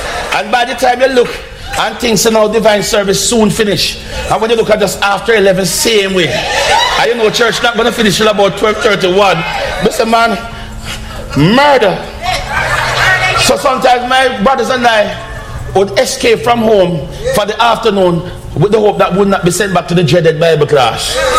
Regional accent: Jamaica; growing up in Jamaica, even though I was exposed to church, church was not exposed to me.

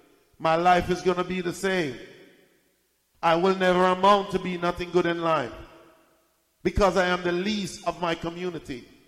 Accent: Jamaica; I'm from Jamaica. I am the least likely person in my family. I am the black sheep of the family.

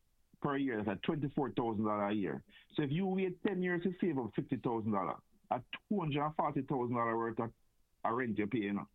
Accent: Jamaica; now in United States; like me basically I'm Jamaican, but me just there for it.

